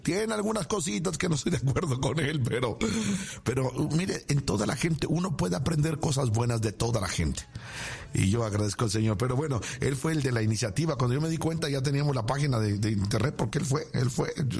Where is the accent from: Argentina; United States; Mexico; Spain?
Mexico; born there; De este lado del río, para acá, para del lado mexicano, para acá, para donde yo nací